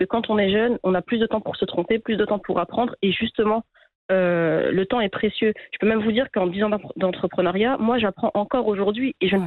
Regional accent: France; je suis née et j'ai grandi en France.

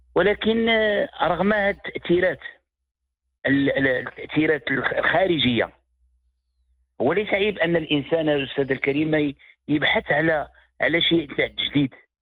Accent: Morocco; accent: Moroccan Darija; فنحن والحمد لله في المغرب منذ القديم، منذ أن كنا صغار،

